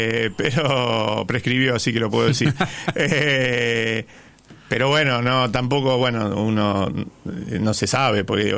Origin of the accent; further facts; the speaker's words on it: Río Ceballos, Córdoba, Argentina; also born or lived in France; Soy cordobés, culiao.